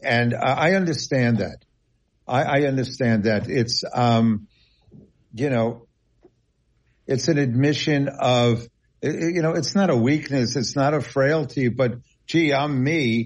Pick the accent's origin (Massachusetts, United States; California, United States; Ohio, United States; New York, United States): New York, United States; Long Island; this was my city. I grew up on Long Island.